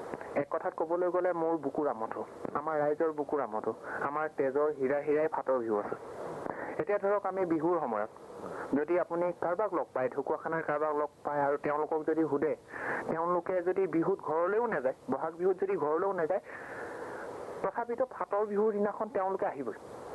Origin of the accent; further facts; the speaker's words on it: Assam, India; তাক ধৰক আমাৰ মিচিং হওক, নিপাক হওক, গোটেইখিনি আমি অসমীয়া